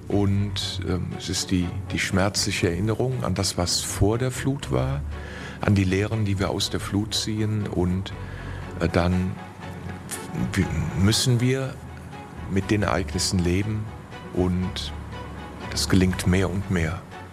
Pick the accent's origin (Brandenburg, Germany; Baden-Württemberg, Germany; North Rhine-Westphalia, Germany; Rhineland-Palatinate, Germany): Rhineland-Palatinate, Germany; Sinzig; Ich bin gebürtiger Sinziger, kenne die A von Anfang an, seit meiner Geburt.